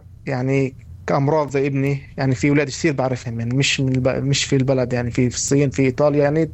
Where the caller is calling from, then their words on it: Ramallah, West Bank, Palestine; في مستشفى شو اسمه هان عندنا في رام الله